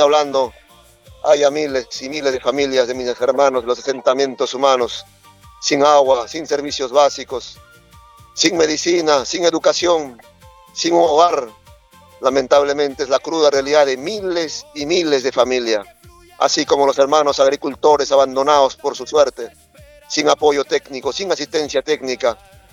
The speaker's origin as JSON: {"language": "Spanish", "region": "Ancash", "country": "Peru"}